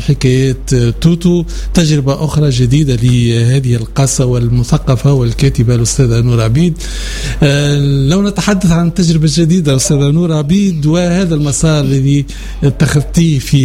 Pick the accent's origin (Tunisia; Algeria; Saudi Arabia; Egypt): Tunisia